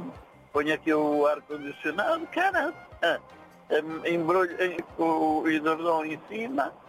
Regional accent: Mozambique; born there; moved away; also born or lived in Montepuez, Cabo Delgado / Maputo; Sou moçambicano.

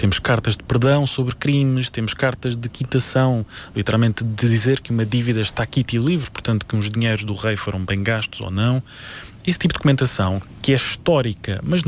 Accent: Almada, Setúbal, Portugal; a minha terra da Almada

